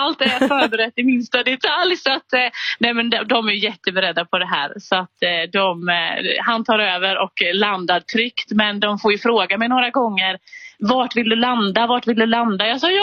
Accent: Småland, Sweden; Ja, men han är från Dalarna och jag är från Småland.

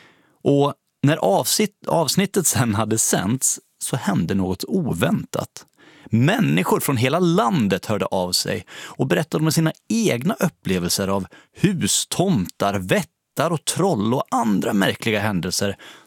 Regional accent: Borlänge, Dalarna County, Sweden; min egen uppväxt. Hemma i Bålänge i Dalarna hos min farmor och farfar

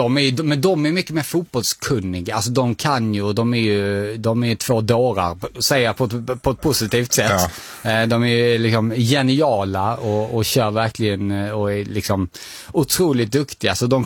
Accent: Dalby, Skåne, Sweden; Jag är från Dalby, så en liten rivalby.

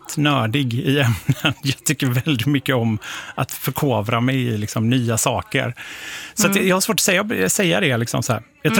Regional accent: Gothenburg, Västra Götaland County, Sweden; Jag är från Göteborg.

